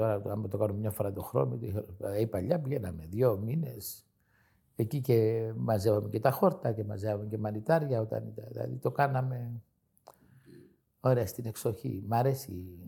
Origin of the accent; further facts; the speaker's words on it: Greece; εμείς σαν Έλληνες